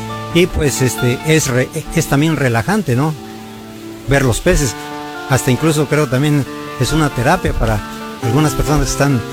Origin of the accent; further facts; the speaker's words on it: San Bartolo Tutotepec, Hidalgo, Mexico; somos originarios de aquí de San Bartolo, Tutotepec. Somos nacidos aquí en la colonia industrial, la calle 16 de enero, número 20